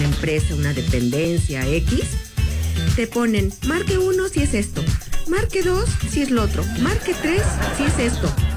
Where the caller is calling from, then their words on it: Metepec, State of Mexico, Mexico; Soy de Lourdes de Metepec.